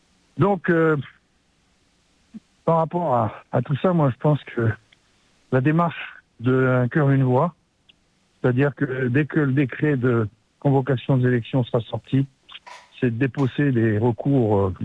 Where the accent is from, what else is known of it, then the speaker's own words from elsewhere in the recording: New Caledonia; born there; moi, je suis calédonien d'ici, je vote tranquille, je suis sur les listes spéciales